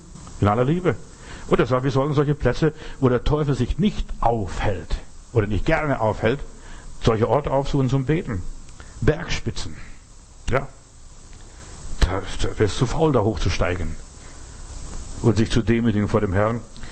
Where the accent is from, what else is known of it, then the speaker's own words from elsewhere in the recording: Bavaria, Germany; ich bin in Bayern groß geworden und ich fand das ganz toll.